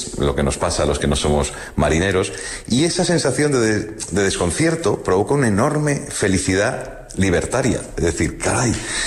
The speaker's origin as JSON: {"language": "Spanish", "town": "Madrid", "region": "Community of Madrid", "country": "Spain", "tie": "born there", "said": "Yo no he nacido en una zona de mar, porque nací en Madrid"}